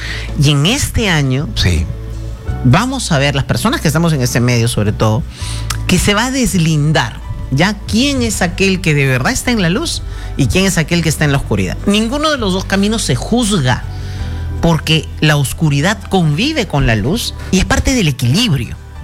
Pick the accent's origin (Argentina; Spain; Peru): Peru; está en nuestras manos como peruanos hacer esos cambios